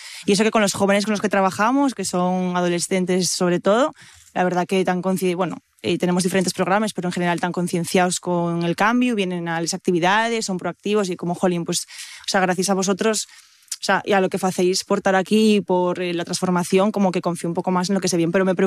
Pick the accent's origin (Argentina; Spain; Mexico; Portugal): Spain; Asturias; pero son de fuera. Son de Cantabria y de Valladolid, pero yo nací aquí, o sea, yo sí soy de aquí, entonces puedo decir, ahora mismo, viviendo en Oviedo, a pesar de ser de la cuenca